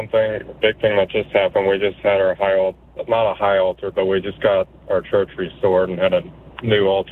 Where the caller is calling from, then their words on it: Moberly, Missouri, United States; I'm calling from Moberly, Missouri.